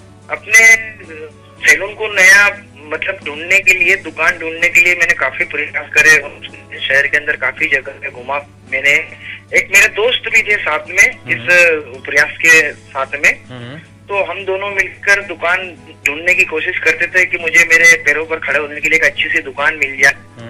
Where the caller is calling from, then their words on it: Ujjain, Madhya Pradesh, India; बोल रहा हूँ, नानाखेड़ा बस स्टैंड उज्जैन मध्य प्रदेश से।